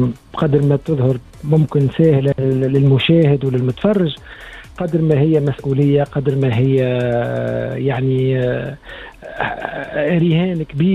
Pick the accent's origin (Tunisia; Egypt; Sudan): Tunisia; أنا كفنان تونسي